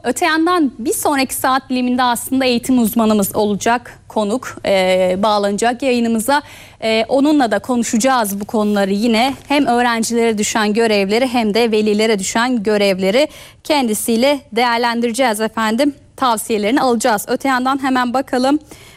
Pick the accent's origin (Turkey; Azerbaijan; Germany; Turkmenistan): Turkmenistan; Turkish is a second language; Ben Türkmenistanlıyım.